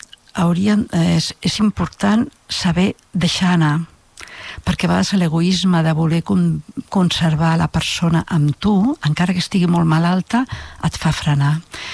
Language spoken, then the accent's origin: Catalan; Barcelona, Catalonia, Spain; now in Gurb, Spain; Jo sóc de Barcelona i tinc les meves germanes a Barcelona i els meus amics i pujo i baixo contínuament.